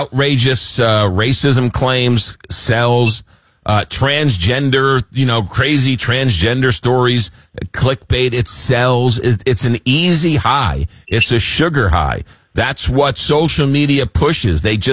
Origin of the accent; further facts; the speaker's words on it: New York, United States; I grew up in New York as a Met fan